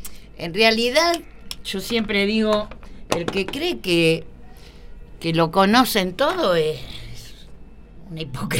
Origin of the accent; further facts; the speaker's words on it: Arroyo Seco, Santa Fe, Argentina; moved away; also born or lived in Rosario, Argentina; Porque yo soy oriunda de... Nací en Arroyo Seco, pero me formé, estudié y trabajé en Rosario.